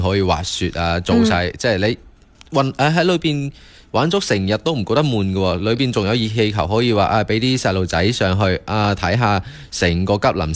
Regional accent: Guangdong, China

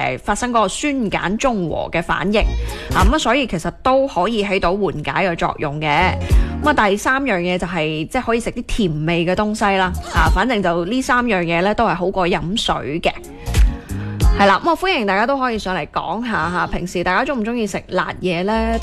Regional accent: Guangdong, China; 我哋广东人

